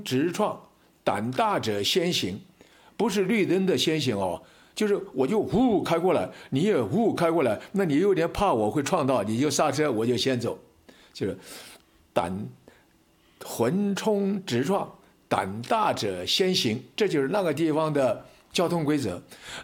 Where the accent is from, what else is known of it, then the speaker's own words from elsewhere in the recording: China; 所以我们中国人不但要富有起来，要富而有礼